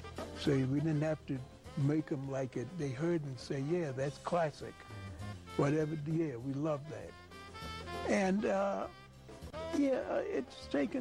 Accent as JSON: {"language": "English", "region": "New York", "country": "United States", "tie": "born or raised there", "said": "Well, you know, Tavis, I was born in Harlem."}